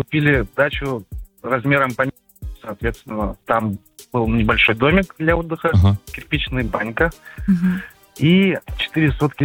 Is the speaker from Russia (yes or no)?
yes; Yoshkar-Ola, Mari El, Russia; Я из Йошкар-Олы, получается, у нас немножко тупиковый город.